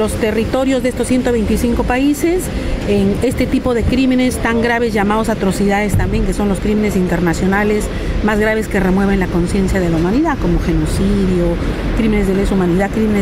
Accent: Trujillo, La Libertad, Peru; Yo soy trujillana

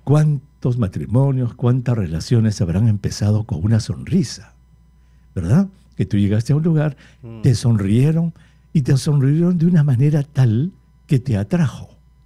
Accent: Recuay, Ancash, Peru; moved away; Ahora que estuve en Perú hace poco, me fui a Recuay, a mi pueblo.

